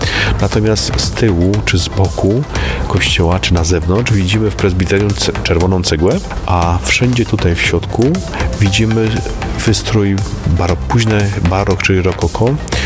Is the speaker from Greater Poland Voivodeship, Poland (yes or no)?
yes; Kalisz, Greater Poland Voivodeship, Poland; born there